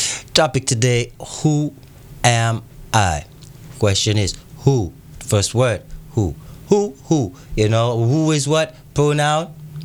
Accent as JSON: {"language": "English", "country": "Antigua & Barbuda", "said": "I am Antiguan. I'm West Indian. I am Antillean, because we're from the Antilles."}